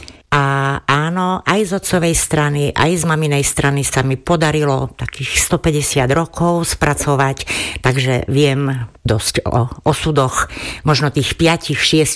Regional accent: Malý Šariš, Prešov Region, Slovakia; som rodáčka z Malého Šariša, podobne aj moji rodičia a starí rodičia zase tak na 50%.

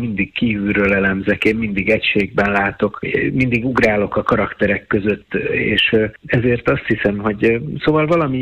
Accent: Budapest, Hungary; born there; Valahogy ott nőttem föl félig meddig édesanyám révén

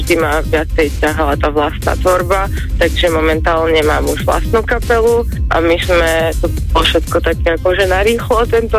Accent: Košice, Košice Region, Slovakia

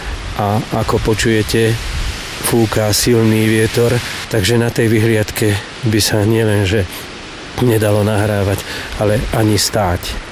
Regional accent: Žilina Region, Slovakia; som tu aj ako Oravec, ktorého rod pravdepodobne pochádza spod Babej hory z Veľkej Lipnice

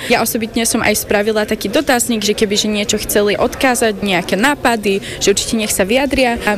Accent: Košice, Košice Region, Slovakia; v Košiciach, keď ja som sa tu aj narodila, je to moje rodné mesto, mám veľmi rada Košice.

